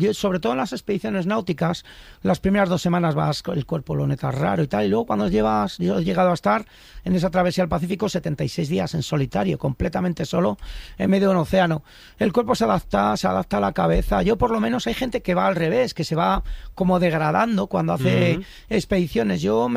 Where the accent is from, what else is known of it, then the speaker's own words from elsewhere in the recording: Íscar, Castile and León, Spain; eso curte, sí, es un territorio duro. Soy castellano y ahí nos hacemos duros.